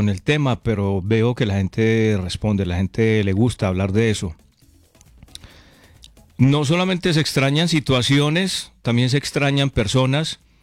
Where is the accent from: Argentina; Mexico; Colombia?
Colombia; Concordia, Antioquia